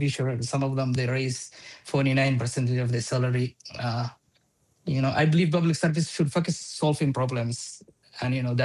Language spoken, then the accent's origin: English; Mogadishu, Banadir, Somalia; moved away as an adult; also born or lived in Lahore, Pakistan; now in St. Louis Park, United States; I was born and raised in Mogadishu, Somalia. I left to pursue my education in Pakistan, Lahore. Then 2014, I migrated to United States.